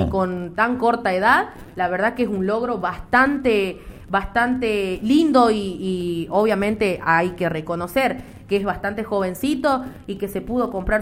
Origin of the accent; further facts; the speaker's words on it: Colonia Santa Rosa, Salta, Argentina; moved away; Yo soy de Colonia Santa Rosa.